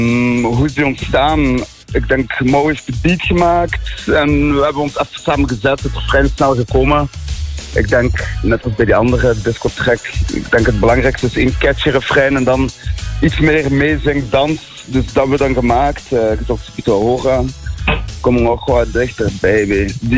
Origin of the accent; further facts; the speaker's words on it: Houthalen, Flanders, Belgium; We zijn eigenlijk allemaal afkomstig van Houthalen en kennen elkaar wel via vrienden, school, Giro, hier en daar.